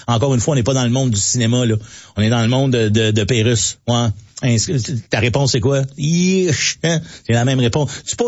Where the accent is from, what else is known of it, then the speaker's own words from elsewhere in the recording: Quebec, Canada; Là, moi, je suis un Canadien, Québécois, un Français, Canadien, Français.